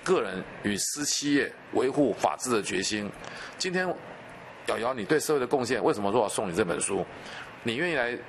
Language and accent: Chinese; Taiwan